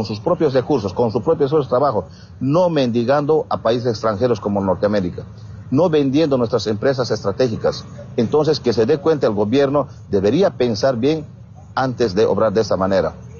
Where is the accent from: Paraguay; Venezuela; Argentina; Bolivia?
Bolivia; nosotros como bolivianos